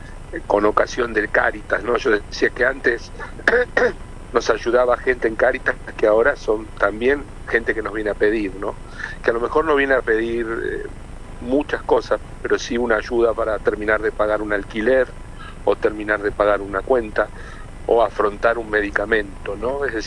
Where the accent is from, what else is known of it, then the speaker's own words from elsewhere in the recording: Buenos Aires, Argentina; now in Mendoza, Argentina; No, bueno, yo, si soy bien, soy originario del AMBA, estoy en Mendoza, ¿no?